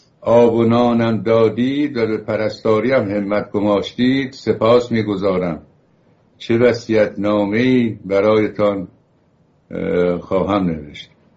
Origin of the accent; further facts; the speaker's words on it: Iran; moved away; also born or lived in Los Angeles; ما ایرانی هستیم، جای دیگری نداریم برویم.